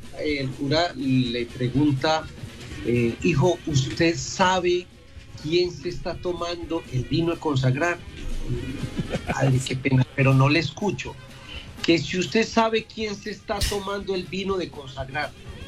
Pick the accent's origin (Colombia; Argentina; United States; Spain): Colombia; Antioquia; Caramanchuma, que es mi pueblo.